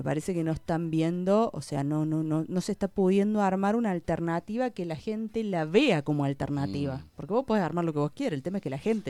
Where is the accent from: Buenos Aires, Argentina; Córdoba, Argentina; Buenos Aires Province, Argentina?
Córdoba, Argentina; voy a hablar como cordobesa.